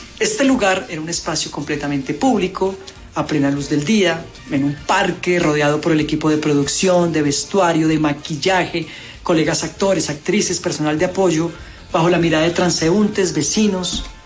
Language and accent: Spanish; Colombia; soy actor colombiano